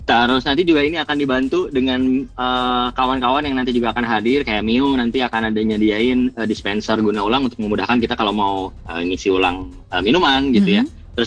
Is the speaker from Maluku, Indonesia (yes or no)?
no; Bandung, West Java, Indonesia; kita sebagai warga Bandung